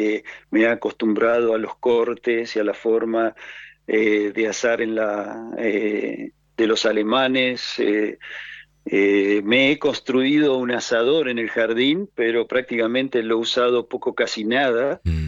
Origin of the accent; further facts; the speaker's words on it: Argentina; now in Germany; si como argentino, digamos, o latino